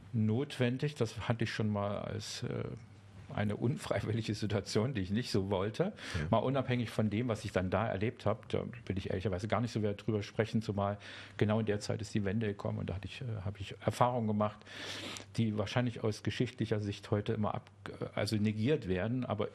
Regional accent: Germany; Ich bin in der DDR groß geworden

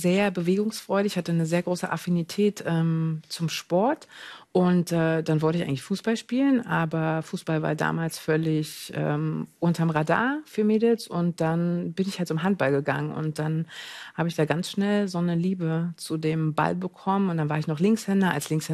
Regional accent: East Germany, Germany; ich bin halt im Osten groß geworden

